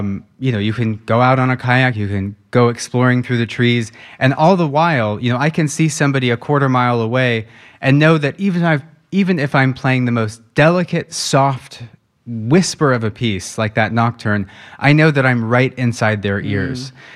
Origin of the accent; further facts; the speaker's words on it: Sunriver, Oregon, United States; I grew up in Sun River, Oregon, and both of my parents are very outdoorsy, you know, hunting, fishing, kayaking, golfing.